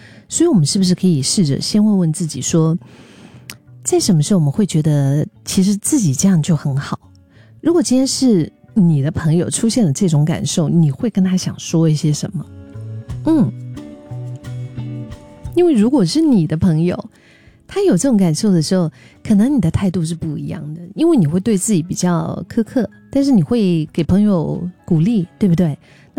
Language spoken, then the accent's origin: Chinese; Singapore; 我们新加坡话讲叫很闲